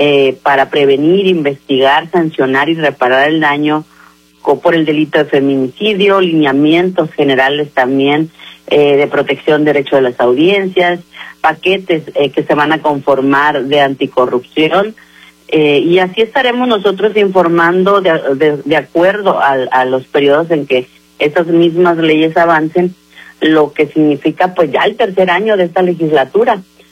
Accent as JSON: {"language": "Spanish", "town": "Ahome", "region": "Sinaloa", "country": "Mexico", "tie": "born or raised there", "said": "Como nacida aquí en Ahome, aquí he estudiado, aquí he crecido, es mi tierra"}